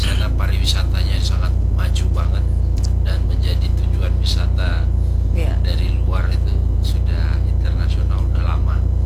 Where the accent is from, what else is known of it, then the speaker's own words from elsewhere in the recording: Minahasa, North Sulawesi, Indonesia; born there; now in Banjarmasin, Indonesia; Kalau saya karena kan orang asli sana